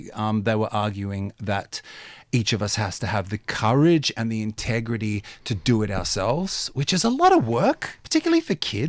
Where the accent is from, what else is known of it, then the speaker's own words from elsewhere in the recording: Botany, New South Wales, Australia; I grew up in Botany, up the road.